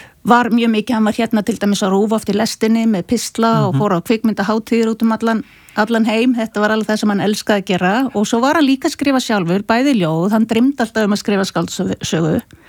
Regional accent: Akureyri, Northeastern Region, Iceland; Og við erum alveg upp á Akureyri, við erum einn eldri bróður líka

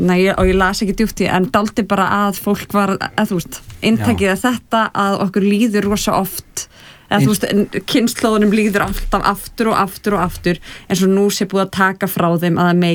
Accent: Hafnarfjörður, Capital Region, Iceland; Þú veist ekki að spyrja rétt af fólki af því við erum hvoru úr Hafnarfirði.

